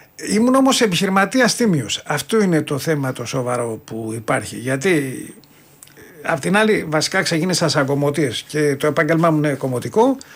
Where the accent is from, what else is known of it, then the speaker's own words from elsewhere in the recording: Peristeri, Attica, Greece; Εγώ μεγάλωσα στο Περιστέρι βασικά.